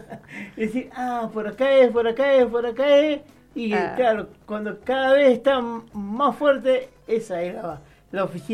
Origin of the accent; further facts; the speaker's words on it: Argentina; nuestra argentinidad